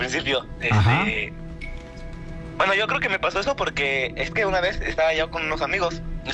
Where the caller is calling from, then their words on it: Mexico City, Mexico; De aquí, de la Ciudad de México.